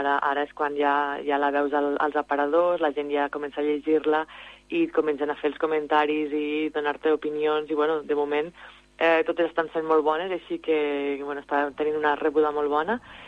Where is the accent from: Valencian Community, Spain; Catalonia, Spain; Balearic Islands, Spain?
Catalonia, Spain; Móra d'Ebre; jo sóc de Mora d'Ebre, de la Ribera d'Ebre